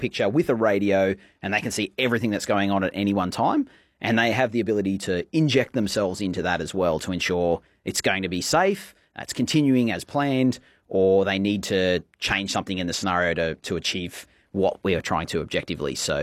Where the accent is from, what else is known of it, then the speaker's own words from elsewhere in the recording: Gilgandra, New South Wales, Australia; Gilgandra is my hometown. For those not aware, in Western New South Wales, small town of about 2,000 to 2,500 people. I grew up on a farm there as a young fella.